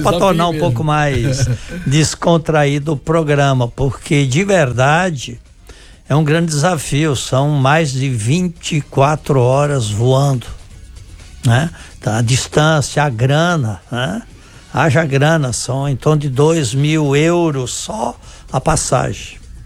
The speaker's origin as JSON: {"language": "Portuguese", "region": "Rio Grande do Sul", "country": "Brazil", "moved": "yes", "lives_now": "Maranhão, Brazil", "said": "Eu tenho um sotaque agora um pouco nordestino, eu sou do Rio Grande do Sul, mas há 40 anos no Maranhão, então vou falar luz, Jesus, nós, vós."}